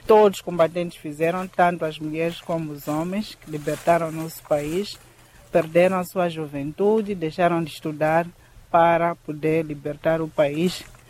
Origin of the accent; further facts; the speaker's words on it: Mozambique; Isso que é gratificante para nós como moçambicanos, como pessoas, também para que os nossos filhos, nossos netos possam conhecer a real história do nosso país.